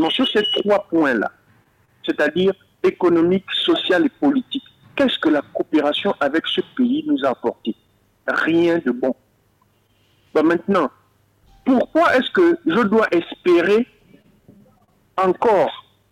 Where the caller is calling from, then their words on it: Gabon; moi en tant que Gabonais